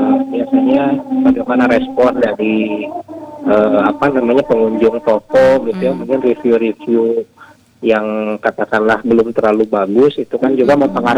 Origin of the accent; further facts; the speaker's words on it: Bandung, West Java, Indonesia; Kadang-kadang kita orang Bandung yang sendiri malah ketinggalan gitu